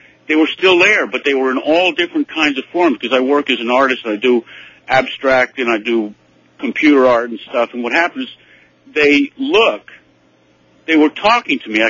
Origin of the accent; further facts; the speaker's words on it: New Jersey, United States; I'm from South Jersey.